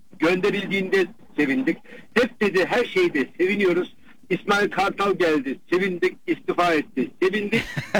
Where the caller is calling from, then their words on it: Munich, Bavaria, Germany; Münih'ten arıyorum.